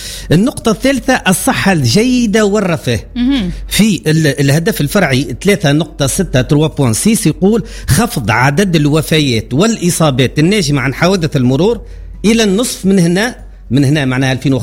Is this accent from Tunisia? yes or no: yes; Tunisia; عندنا في تونس.